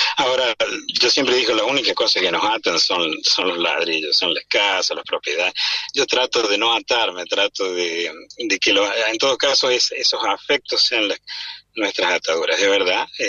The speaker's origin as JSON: {"language": "Spanish", "region": "Córdoba", "country": "Argentina", "said": "Tengo dos hermanas ahí en Córdoba. Y bueno, como puedes ver, mi tonada nunca se fue, aunque haya andado un poco."}